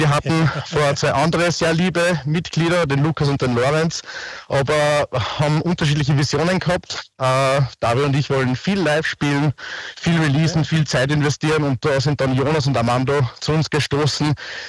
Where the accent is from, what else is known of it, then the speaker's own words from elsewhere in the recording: Upper Austria, Austria; accent: Upper Austrian dialect; now in Vienna, Austria; bei mir hört man es vielleicht ein bisschen am Dialekt. Ich bin ein Oberösterreicher, ich komme aus Christkirchen, wohne aber in Wien. Jetzt gerade rufe ich vom Traunsee an.